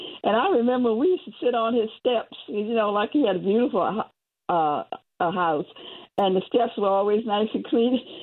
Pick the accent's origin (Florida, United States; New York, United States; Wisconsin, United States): New York, United States; I grew up in New York, too. So, you know, in Harlem.